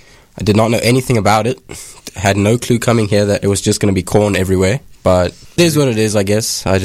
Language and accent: English; Pretoria, Gauteng, South Africa; moved away as an adult; now in Wayne, United States; I'm from South Africa, Pretoria, South Africa, to be specific, yeah.